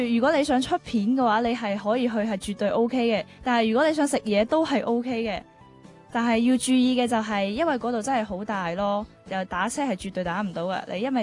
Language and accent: Cantonese; Guangdong, China